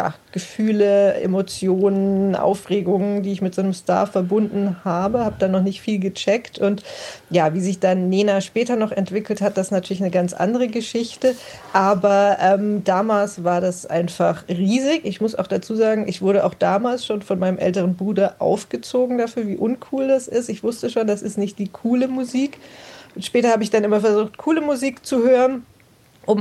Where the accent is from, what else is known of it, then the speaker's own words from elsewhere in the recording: Eppelheim, Baden-Württemberg, Germany; Was aber auch noch interessant war an meiner Jugend in Eppelheim